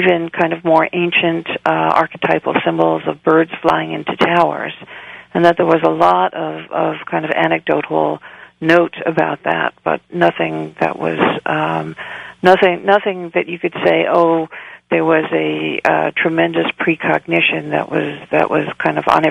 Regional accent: New York City, New York, United States; now in Long Island, United States; I'm located on Long Island, and I come from Brooklyn.

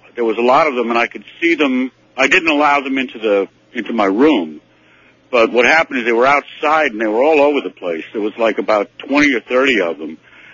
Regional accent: New Jersey, United States; I'm from South Jersey.

